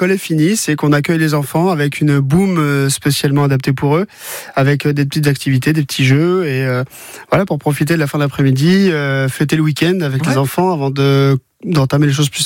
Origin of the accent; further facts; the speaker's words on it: Bayonne, Nouvelle-Aquitaine, France; moved away as an adult; now in Mayenne, France; moi, à la base, j'ai grandi à Bayonne, dans le sud-ouest. Je suis arrivé en Mayenne de par ma compagne.